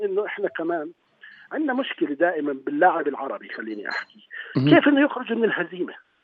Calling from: Jordan; انا كمدرب بالعكس، يعني انا بحكي من الاردن، خلصت كاس عالم، بس الاردن وصلت سلامي لكاس العالم

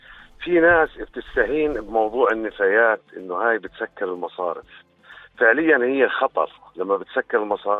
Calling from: Amman, Amman Governorate, Jordan; شيخنا أنا بطلع كل يوم من أبو نصير باتجاه المنطقة الحرة بمر.

